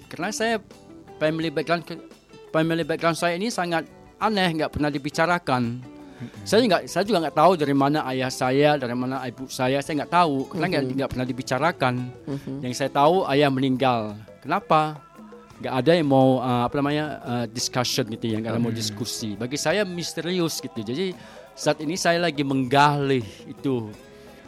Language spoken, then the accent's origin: Indonesian; Sumatra, Indonesia; accent: Batak / Acehnese / Malay-like